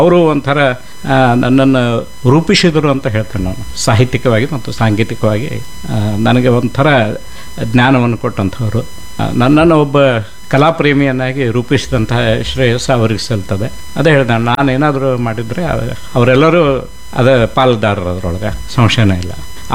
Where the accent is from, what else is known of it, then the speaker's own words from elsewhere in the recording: Pachapur, Karnataka, India; So 63 ನಾನು ಹುಟ್ಟಿದ್ದು, 1963. ಬಾಲ್ಯ ಪಾಚಾಪುರದಲ್ಲೇ.